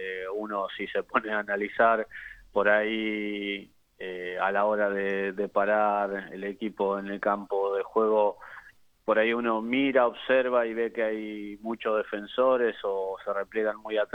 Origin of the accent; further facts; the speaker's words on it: Argentina; sabemos la ilusión que tenemos todos los argentinos.